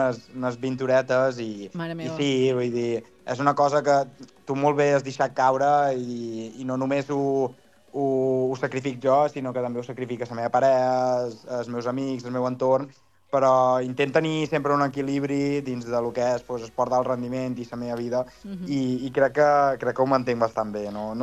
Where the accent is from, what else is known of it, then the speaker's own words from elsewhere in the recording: Menorca, Balearic Islands, Spain; Vaig tornar a Menorca i a partir d'aquí, pues, de la meva illa i de casa meva, pues, he recuperat aquesta força